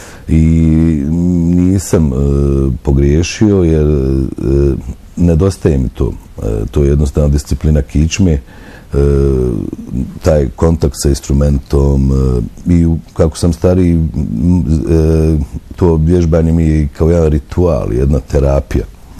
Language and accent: Bosnian; Tuzla, Tuzla Canton, Bosnia & Herzegovina; Uvijek je izazovno, ali osjećam odgovornost kao Tuzlak i čovjek koji živi ovdje, da barem jednom godišnje, jeli, poklonim, odnosno da odsviram koncert za svoje Tuzlake